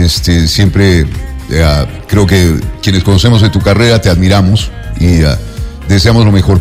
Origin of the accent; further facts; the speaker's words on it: Ecuador; nosotros como ecuatorianos